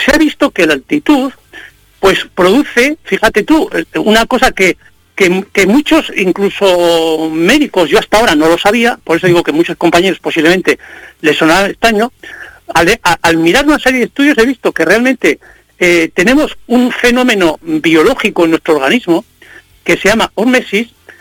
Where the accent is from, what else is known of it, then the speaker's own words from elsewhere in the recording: La Rioja, Spain; now in Soria, Spain; yo soy riojano, nací en La Rioja. Uh-huh. Vivo en Soria desde hace más de 40 años.